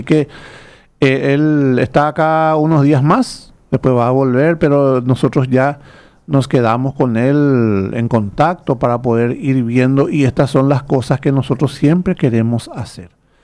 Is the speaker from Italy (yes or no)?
no; Paraguay; Entonces, no podés vos, uno como paraguayo, no puede decirle: no te tengo paciencia porque sos brasileño.